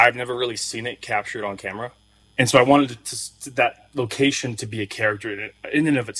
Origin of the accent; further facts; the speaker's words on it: New Mexico, United States; growing up in the Bosque there, like in the Southwest and in New Mexico, that's like our oasis, right?